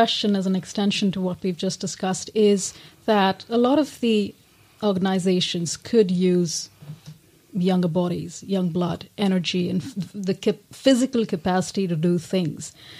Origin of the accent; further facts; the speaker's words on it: India; moved away; we're from India originally